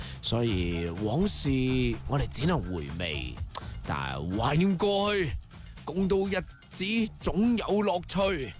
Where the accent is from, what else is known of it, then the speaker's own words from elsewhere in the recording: Zhaoqing, Guangdong, China; 0758小颖嘅区号啊 ， … 系属于小庆嘅 ，OK 啊，土生土长啊，小庆仔啊